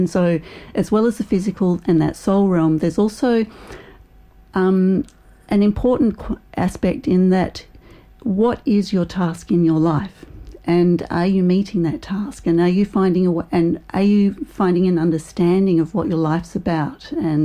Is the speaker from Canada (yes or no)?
no; Australia; and that's mostly because I'm from Australia and there's almost no doctors here.